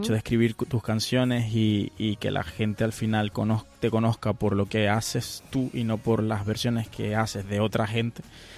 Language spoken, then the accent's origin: Spanish; Tenerife, Canary Islands, Spain; born there; also born or lived in Venezuela